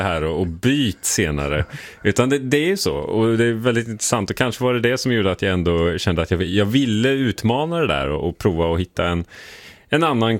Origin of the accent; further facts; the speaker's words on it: Norrköping, Östergötland, Sweden; jag växte upp i Norrköping